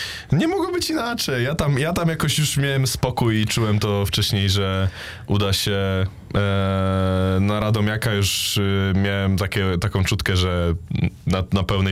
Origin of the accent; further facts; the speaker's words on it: Poznań, Greater Poland Voivodeship, Poland; Ja jednak jestem z Poznania